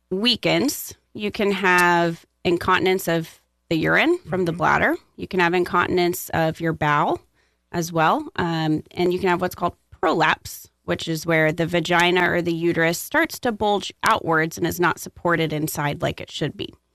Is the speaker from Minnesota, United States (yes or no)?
no; Houston, Texas, United States; moved away as an adult; also born or lived in Galveston, Texas; now in Florence, United States; So I am from Houston, Texas, originally.